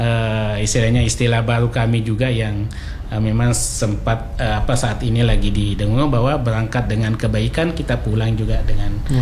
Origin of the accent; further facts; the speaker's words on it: South Sulawesi, Indonesia; now in Ternate, Indonesia; saya ini adalah warga Kota Ternate. Karena KTP saya sudah KTP Ternate. Jadi meskipun asal saya dari Sulawesi Selatan, saya dari Bugis, tapi saya menganggap bahwa saya ini bukan pendatang, tapi saya adalah warga Kota Ternate.